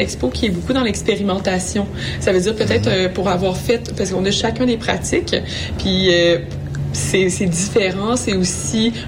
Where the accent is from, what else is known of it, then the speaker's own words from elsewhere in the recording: Quebec, Canada; now in Montreal, Canada; maintenant, j'habite à Montréal, mais on est les deux grandis en campagne de Montréal.